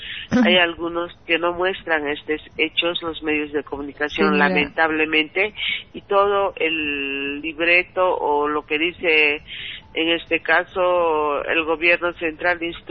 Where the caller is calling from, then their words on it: Cochabamba, Bolivia